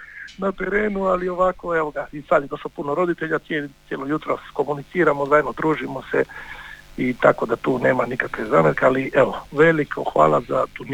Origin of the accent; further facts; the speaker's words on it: Cres, Primorje-Gorski Kotar County, Croatia; za nas Cresane